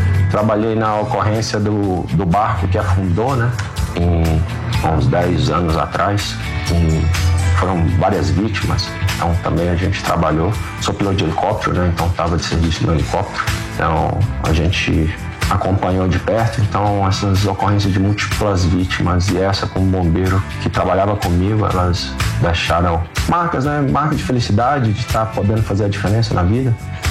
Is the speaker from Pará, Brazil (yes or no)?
no; Brasília, Federal District, Brazil; born there; Eu nasci em Brasília, né, em 77, quase um cinquentão já. É muito importante ter nascido aqui